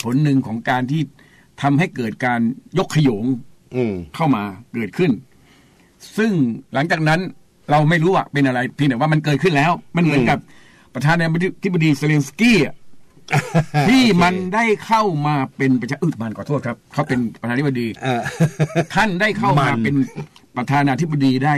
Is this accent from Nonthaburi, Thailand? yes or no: yes; Nonthaburi, Thailand; ผมเป็นคนเมืองนนท